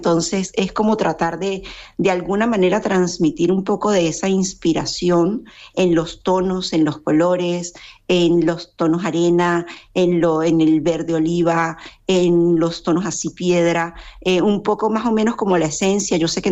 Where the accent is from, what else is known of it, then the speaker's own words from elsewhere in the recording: Venezuela; moved away as an adult; now in Lanzarote, Spain; Yo soy venezolana, las circunstancias nos obligaron, como muchas de nosotros, a conseguir realmente nuestras raíces, y nosotros pues decidimos mudarnos a España